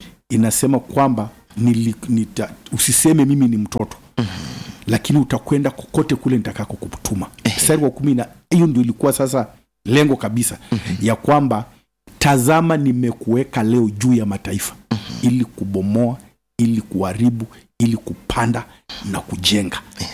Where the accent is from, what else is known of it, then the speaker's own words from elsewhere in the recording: Tanzania; born there; also born or lived in Kenya; nimezaliwa Tanzania. Lakini mama tayari alishahamia Kenya na my siblings, ndugu zangu wengine.